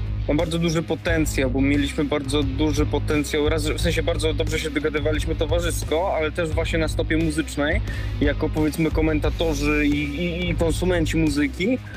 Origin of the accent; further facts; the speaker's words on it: Subcarpathian Voivodeship, Poland; moved away as an adult; Obaj pochodzimy w ogóle z Podkarpacia, z Rzeszowa i okolic.